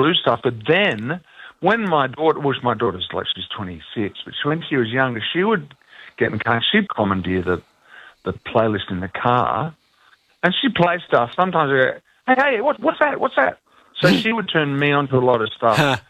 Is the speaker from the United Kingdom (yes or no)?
no; Australia; So they came here and we grew up in Australia. Had my sister when they were in Australia and we all grew up in Australia.